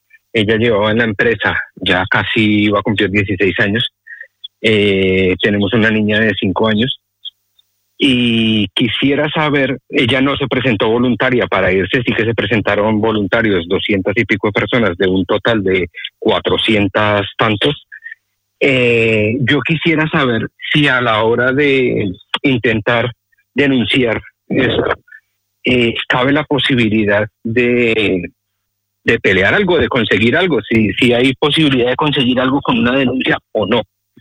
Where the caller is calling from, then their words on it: Zaragoza, Aragon, Spain; desde Zaragoza.